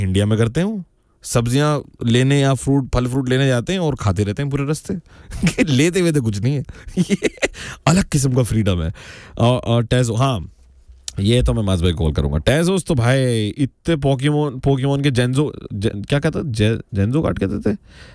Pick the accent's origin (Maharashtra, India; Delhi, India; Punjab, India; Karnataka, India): Delhi, India; मैं जहाँ से आता हूँ दिल्ली पटला उसे